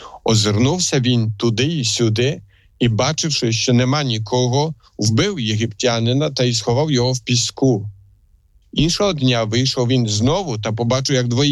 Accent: Poland; now in Ukraine; хоч я сам поляк

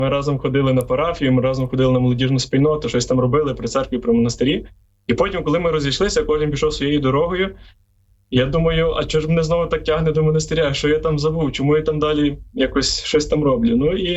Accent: Steniatyn, Lviv Oblast, Ukraine; moved away as an adult; also born or lived in Warsaw, Poland; Це є Сокальський, вже тепер Шептицький район, яке село Стенятин. Дуже гарне мальовниче село. Його не так легко знайти, бо це один кілометр, приблизно один кілометр до Волині, і десь там 15-20 до польського кордону. Тому моє дитинство також було десь в такому волинсько-польському

